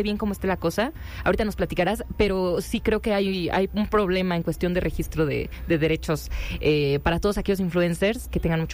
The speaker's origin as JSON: {"language": "Spanish", "region": "State of Mexico", "country": "Mexico", "tie": "born there", "said": "estaba en la feria de mi pueblo, en Estado de México"}